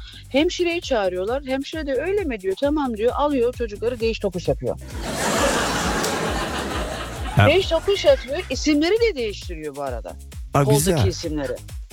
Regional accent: Akçay, Balıkesir, Turkey; Ben Akçay Balıkesirliyim.

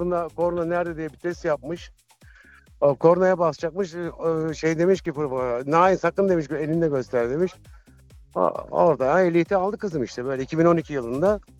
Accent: Thrace, Turkey; Abi ben Trakyalıyım ben ya.

